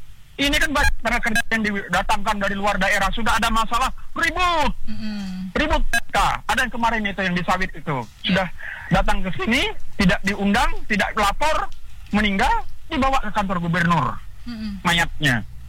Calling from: West Kutai, East Kalimantan, Indonesia; Tidak seberapa kami-kami orang Kutai Barat ini bekerja.

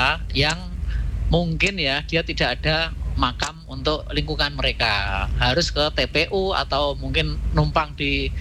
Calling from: Semarang, Central Java, Indonesia; di kampung saya. Meskipun di wilayah Kota Semarang ya, daerah Ngalian

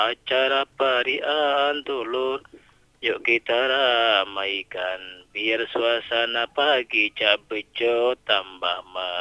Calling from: Bangkalan, East Java, Indonesia

